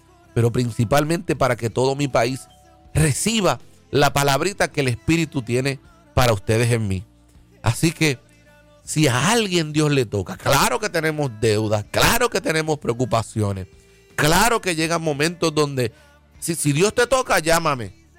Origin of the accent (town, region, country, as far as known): Puerto Rico